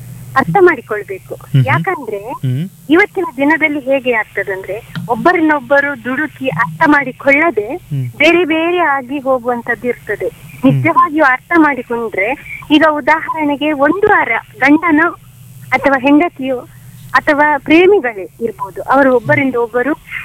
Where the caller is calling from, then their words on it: Karkala, Karnataka, India; ಕಾರ್ಕಳದಿಂದ.